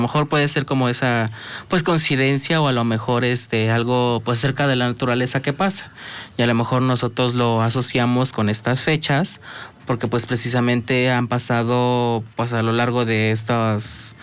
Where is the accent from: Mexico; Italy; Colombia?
Mexico; como mexicanos, como que no tenemos esa costumbre de aprender de nuestros errores